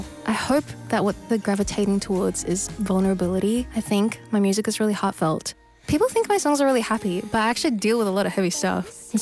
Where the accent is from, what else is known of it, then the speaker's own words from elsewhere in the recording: Melbourne, Victoria, Australia; I'm an artist from Nam, Melbourne.